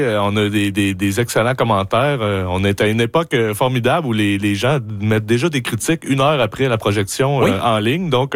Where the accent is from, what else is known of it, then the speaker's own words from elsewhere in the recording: Quebec City, Quebec, Canada; moved away; retourner dans mon lieu de où j'ai grandi, ben oui, à Beauport, justement, à Limoilou, à Québec.